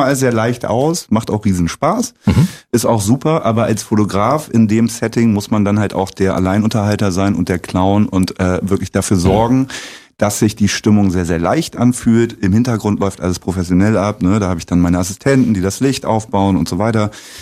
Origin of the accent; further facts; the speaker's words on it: Lower Saxony, Germany; now in Zeuthen, Germany; Ich bin Brandenburger, Wahlbrandenburger. Ich wohne seit jetzt 6 Jahren in Zeuthen